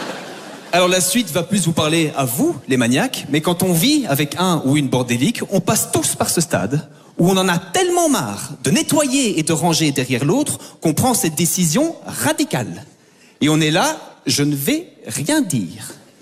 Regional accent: Belgium; je suis belge, comme vous pouvez l'entendre à mon intonation

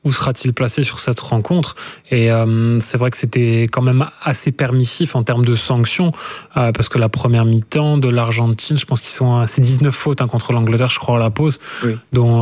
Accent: France; quand j'étais gamin en France

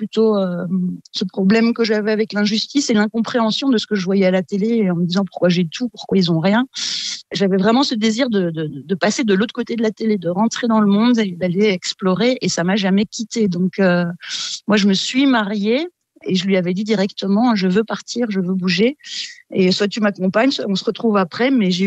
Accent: Ottignies, Wallonia, Belgium; also born or lived in Brussels; Moi, j'habitais à 10 ans, j'ai déménagé de Bruxelles à Otigny, donc j'étais dans le bois des rêves.

